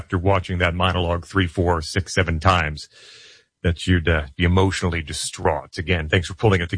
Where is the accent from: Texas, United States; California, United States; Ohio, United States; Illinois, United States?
Illinois, United States; now in Michigan, United States; Steve, I was born and raised in Illinois, as most of our listeners know. I've been here in Michigan for now 10 and a half years.